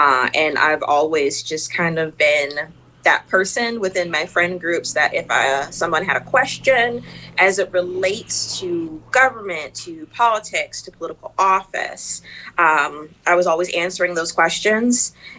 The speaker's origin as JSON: {"language": "English", "region": "St. John", "country": "U.S. Virgin Islands", "tie": "born there", "also_born_or_lived": "Florida, United States", "said": "So me and my mother are originally from the States, but we've been in the Virgin Islands since, 2010 at this point. So I grew up in St. John."}